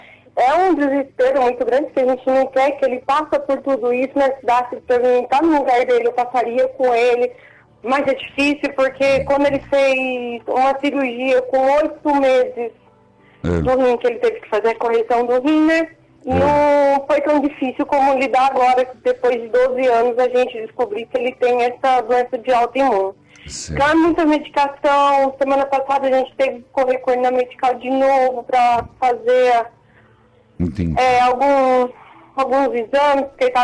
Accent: Limeira, São Paulo, Brazil; Padre, eu sou aqui de Limeira.

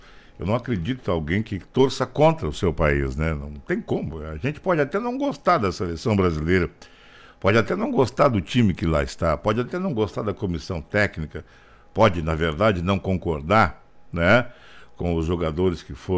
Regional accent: Brazil; Nós somos brasileiros

